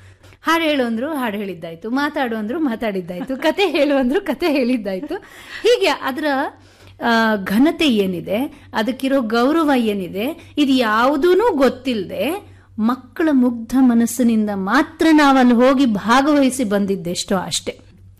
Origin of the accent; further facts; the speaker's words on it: Puttur, Karnataka, India; born there; ಪುತ್ತೂರಿನಲ್ಲಿ ನಾನು ಓದ್ತಾ ಇದ್ದಾಗ